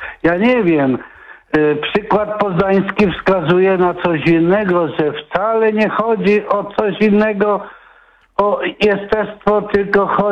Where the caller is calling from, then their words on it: Kielce, Świętokrzyskie Voivodeship, Poland; Ja pochodzę z Kielc, a w Kołobrzegu jestem teraz na wakacjach.